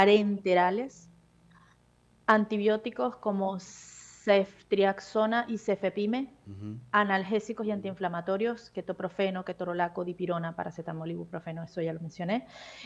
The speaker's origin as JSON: {"language": "Spanish", "country": "Venezuela", "moved": "yes", "lives_now": "Bahía Blanca, Argentina", "said": "Yo soy la única venezolana"}